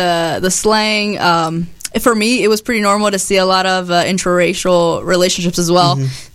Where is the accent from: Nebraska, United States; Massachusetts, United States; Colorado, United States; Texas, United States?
Nebraska, United States; Wisner; also born or lived in Pennsylvania; Yes, I grew up 20 minutes down south, Wisner, Nebraska, and I was born in Pennsylvania.